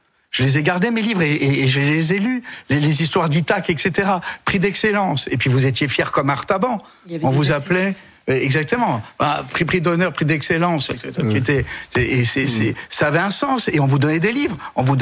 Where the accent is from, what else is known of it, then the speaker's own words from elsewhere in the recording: Corsica, France; on est de Guisogne, qui est un village en pleine montagne. C'est là d'où sont issus mon grand-père. Voilà, donc ça, c'est mon berceau.